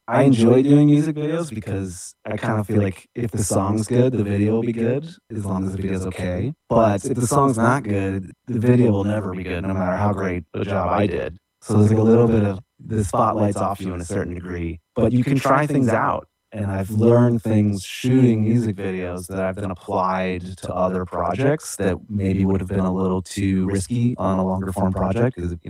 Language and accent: English; Pennsylvania, United States; born or raised there